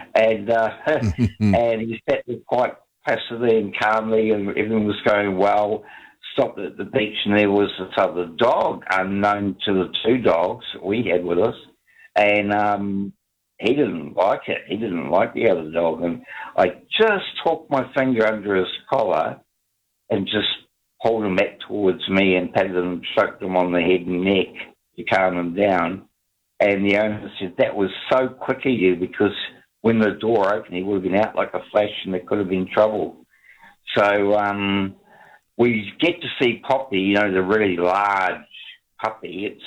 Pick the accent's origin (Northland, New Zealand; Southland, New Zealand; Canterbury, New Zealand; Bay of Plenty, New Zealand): Bay of Plenty, New Zealand; I come from the Bay of Plenty, and I would greatly contest the idea that you're better off without a heat pump.